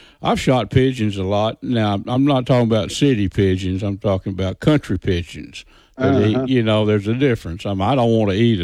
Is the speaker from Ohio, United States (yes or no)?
no; Red River County, Texas, United States; when I was growing up in Red River County